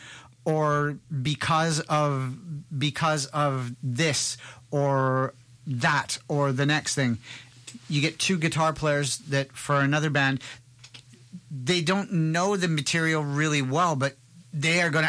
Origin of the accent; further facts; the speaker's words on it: Newfoundland and Labrador, Canada; I grew up on The Rock. So I grew up in Newfoundland.